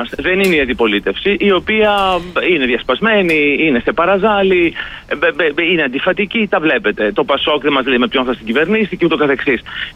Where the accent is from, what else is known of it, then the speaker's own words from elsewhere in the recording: Thessaloniki, Central Macedonia, Greece; εγώ, αν θέλετε, σας τα λέω ως Θεσσαλονικιός.